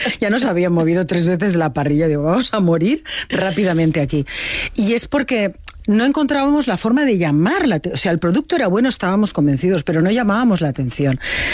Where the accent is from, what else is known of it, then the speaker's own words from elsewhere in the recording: Spain; pero yo quiero saber como ciudadana española cuál ha sido la historia económica del rey emérito